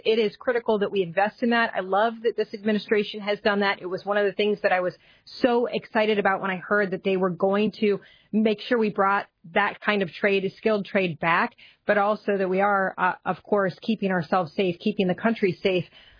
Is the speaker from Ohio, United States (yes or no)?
no; Michigan, United States; because obviously we see candidates like in my home state of Michigan, Abdul El-Sayed